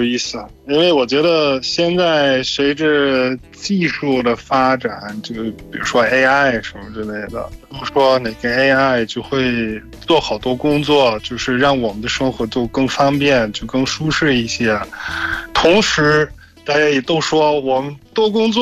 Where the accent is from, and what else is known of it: Germany